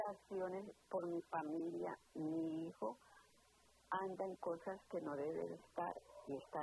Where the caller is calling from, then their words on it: Jersey City, New Jersey, United States; Me llamo de Jersey City